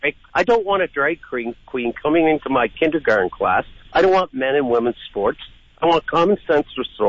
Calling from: Canada; I'm Canadian.

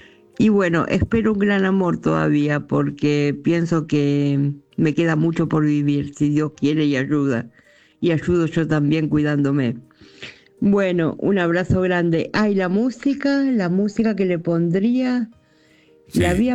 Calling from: Villa Devoto, Buenos Aires, Argentina; de Devoto.

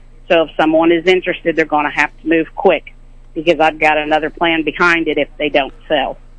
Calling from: Marshall, Missouri, United States; Hi, I'm calling from Marshall.

